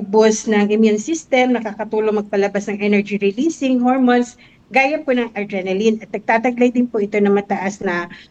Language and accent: Tagalog; Bulacan, Central Luzon, Philippines; now in Cebu, Philippines; Yes po, taga Bulacan po ako, okay before. Po. Mm-hmm. During my childhood years po, mm-hmm. to elementary ko po, sa Bulacan po ako.